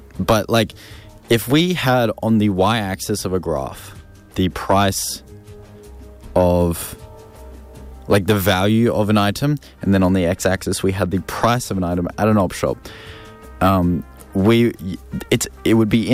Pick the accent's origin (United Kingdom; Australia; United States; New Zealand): Australia; Ipswich, Queensland; I'm from Ipswich, there's not a great deal of op shopping, maybe some stuff in like Red Bank Plains, that sort of thing.